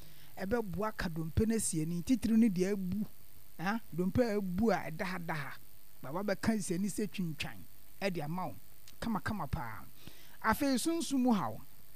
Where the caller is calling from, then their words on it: Ankoma, Eastern Region, Ghana; from Ankoma, Kweu.